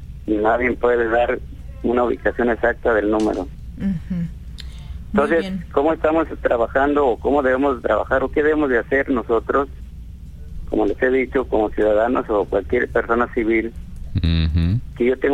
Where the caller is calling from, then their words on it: Gómez Palacio, Durango, Mexico; acá en Gómez